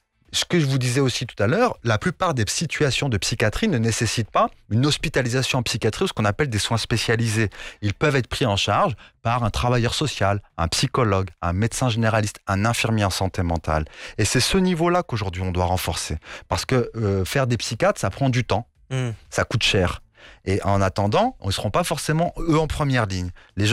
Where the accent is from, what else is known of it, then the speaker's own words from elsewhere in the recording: Morocco; Vous allez vous dire que je suis suisse, mais non, je suis marocain, hein, maghrébi